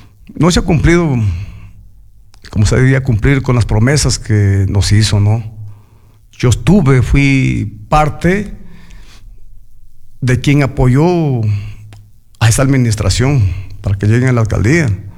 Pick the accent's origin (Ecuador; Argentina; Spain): Ecuador; Catacocha, Loja; mi tierra, San Antonio, ¿no? Donde yo nací, sí, confirmado, es una linda tierra, hermosa, de gente trabajadora